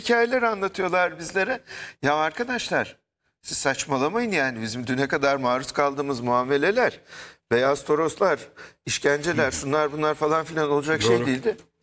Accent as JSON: {"language": "Turkish", "region": "Konya", "country": "Turkey", "said": "Biz küçükken, biz Konyalıyız, memlekete gidiyoruz. İplikçi Camii var."}